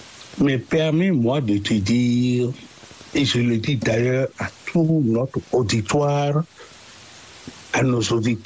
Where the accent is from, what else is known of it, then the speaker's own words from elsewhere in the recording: Benin; Moi, je suis béninois. de la terre africaine du Bénin.